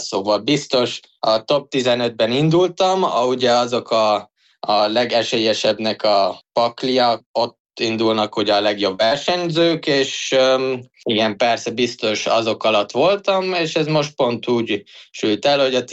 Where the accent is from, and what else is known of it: Budapest, Hungary; born there; also born or lived in Austria